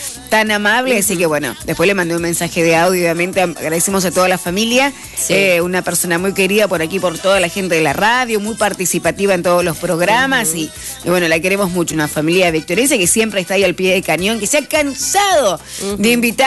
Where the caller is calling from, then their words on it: Loma Hermosa, Buenos Aires Province, Argentina; de Loma Hermosa, San Martín, Buenos Aires.